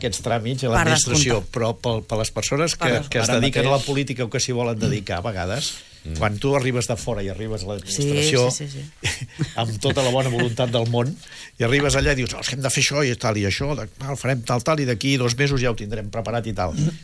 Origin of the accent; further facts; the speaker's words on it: Rubí, Catalonia, Spain; aquí, com que som de Rubí, els de la Generalitat, que són d'uns altres